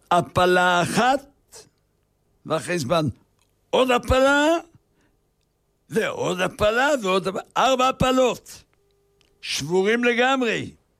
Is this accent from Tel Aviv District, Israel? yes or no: no; Haifa, Haifa District, Israel; אני גדלתי בחיפה